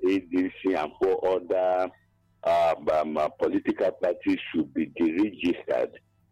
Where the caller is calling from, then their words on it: Enugu State, Nigeria; I'm calling from Abanike, Enugu.